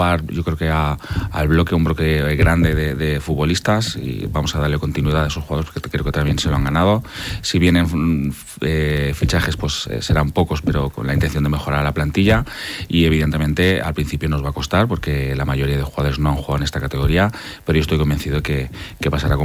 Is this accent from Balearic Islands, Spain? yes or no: no; Gandia, Valencian Community, Spain; A ver, para mí, para decir que yo que soy de Gandía, que he jugado más de 10 años en el club de fútbol Gandía, que mis mejores amigos los he hecho allí en el club